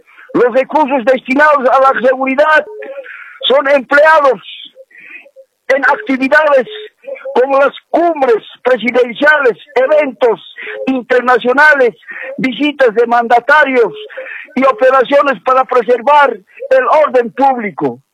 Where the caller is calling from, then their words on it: El Alto, La Paz, Bolivia; aquí de la ciudad del Alto.